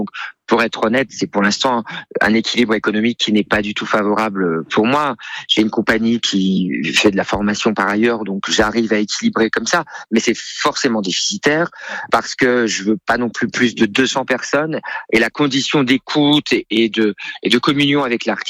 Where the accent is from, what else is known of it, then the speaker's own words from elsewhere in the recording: Portugal; Je suis portugais